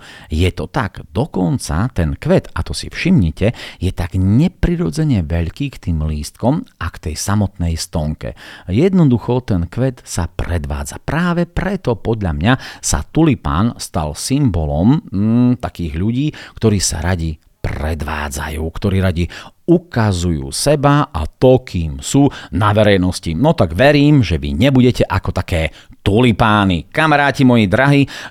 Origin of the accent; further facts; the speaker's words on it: Bardejov, Prešov Region, Slovakia; dokonca myslím, že to bolo u nás v Bardejove